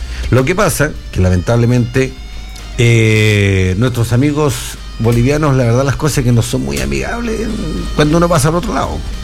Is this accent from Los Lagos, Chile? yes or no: no; Quilpué, Valparaíso, Chile; yo soy más del interior, porque yo soy un poquito de Quilpué.